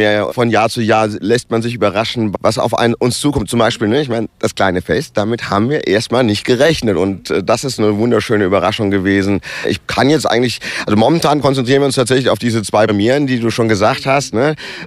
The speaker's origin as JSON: {"language": "German", "town": "Cologne", "region": "North Rhine-Westphalia", "country": "Germany", "said": "als Kölner muss man feiert man, ja, die Elferei ist wichtiger, verstehst"}